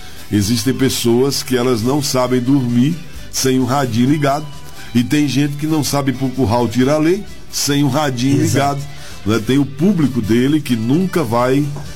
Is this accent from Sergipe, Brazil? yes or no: yes; Sergipe, Brazil; Você já foi na minha terra, não? Sergipe?